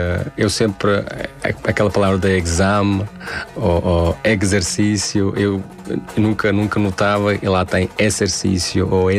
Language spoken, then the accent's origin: Portuguese; Tajikistan; Portuguese is a second language; e já várias vezes expliquei que sou do Tajiquistão